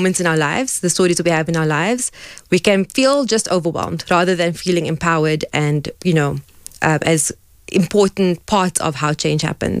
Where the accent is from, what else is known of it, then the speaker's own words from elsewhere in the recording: Cape Town, Western Cape, South Africa; now in Johannesburg, South Africa; Okay, so I've been in Joburg now for 16 years. Time flies. I'm actually from Cape Town, born and raised.